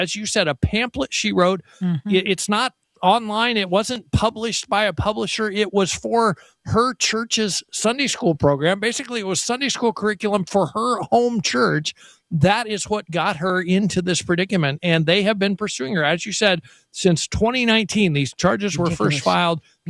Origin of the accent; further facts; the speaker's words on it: United States; For us as American believers